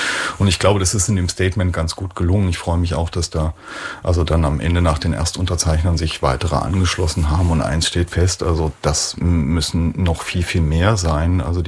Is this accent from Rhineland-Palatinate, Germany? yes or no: no; Halle, Saxony-Anhalt, Germany; ich finde meine Heimatstadt Halle, ich finde es total schön und freue mich, dass ich hier geboren bin und liebe diese Stadt. Ich liebe das Saaletal.